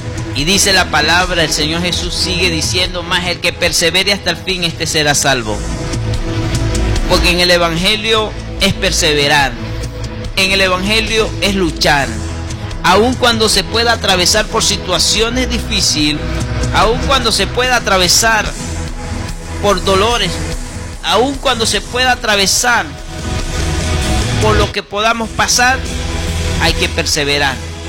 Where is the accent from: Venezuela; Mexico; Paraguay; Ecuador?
Venezuela; Nosotros como venezolanos